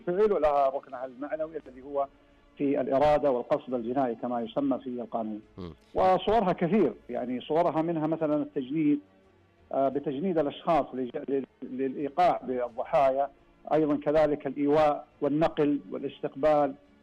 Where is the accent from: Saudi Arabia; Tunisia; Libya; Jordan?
Saudi Arabia; عندنا في المملكة العربية السعودية